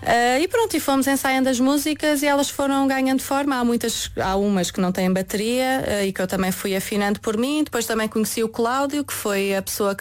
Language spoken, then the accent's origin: Portuguese; Lisbon, Portugal; now in Porto, Portugal; Exatamente, sou de Lisboa, estou cá há 3 anos, até vim para cá para fazer um mestrado em som na ESMAI.